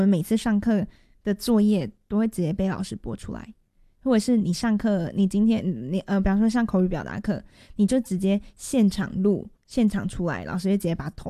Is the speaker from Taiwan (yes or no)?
yes; Taiwan; 对，我们都是台湾人不同的